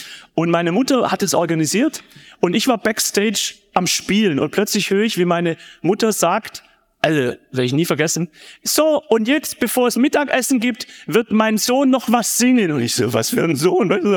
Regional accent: Gaildorf, Baden-Württemberg, Germany; So, und die Frau Kadel, die war berühmt in Geildorf, wo ich aufgewachsen bin, auf der Kocherbrücke

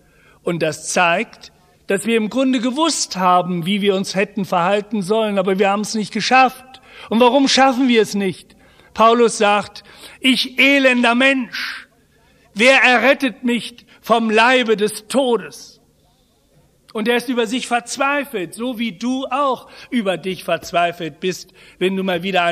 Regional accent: East Germany, Germany; Ich als Kind des Dritten Reiches, ich weiß, wie wir besoffen gemacht worden sind. Ich bin hinterher im Sozialismus weiter groß geworden in der DDR.

